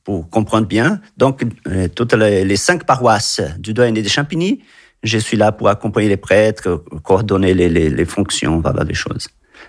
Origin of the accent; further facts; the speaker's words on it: Anápolis, Goiás, Brazil; French is a second language; gigantesque. Je viens du centre. Ma ville s'appelle Anápolis. C'est proche à Brasília, la capitale.